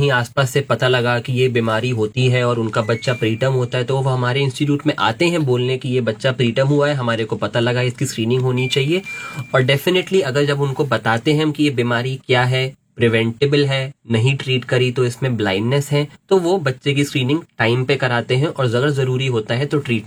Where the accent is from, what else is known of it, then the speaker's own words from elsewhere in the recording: Moradabad, Uttar Pradesh, India; moved away as an adult; मैं मुरादाबाद का ही जन्मा हूँ 1994 में। यहीं का मैं स्कूल में पढ़ा हूँ, उसके बाद मैं अपनी स्कूलिंग के बाद जो है लुधियाना चला गया था।